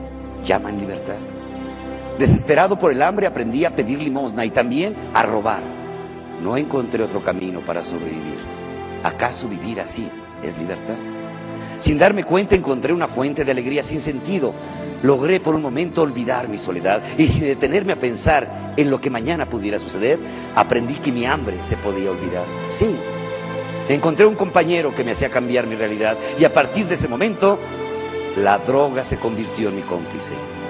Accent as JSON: {"language": "Spanish", "country": "Mexico", "said": "Yo no soy de México. Yo soy México."}